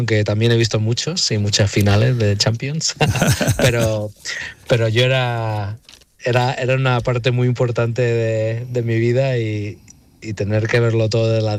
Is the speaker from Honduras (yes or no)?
no; Spain; born there; moved away as an adult; also born or lived in Málaga / Madrid; creciendo en España parecía una cosa imposible.